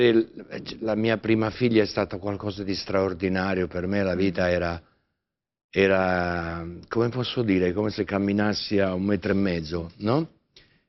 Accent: Milan, Lombardy, Italy; sono cresciuto a Milano, nella periferia

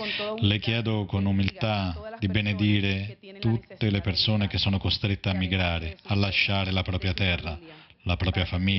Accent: Colombia; moved away as an adult; sono colombiano, 48 anni. Sono arrivata 3 anni fa lasciando la mia famiglia e mio figlio

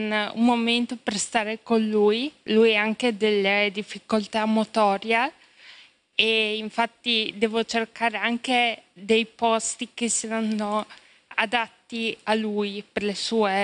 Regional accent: Reggio Emilia, Emilia-Romagna, Italy; ho 26 anni e vengo da Reggio Emilia.

